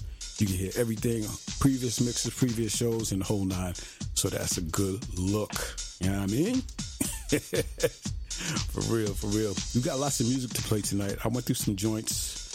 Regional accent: Honduras; Honduras family. Yo, salute. We got that worldwide recognition. So salute to … for shouting out my home country.

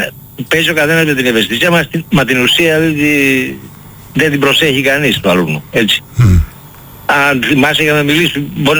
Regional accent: Greece; όλοι μας έχουμε από λίγο ότι γεννηθήκαμε στην Ελλάδα

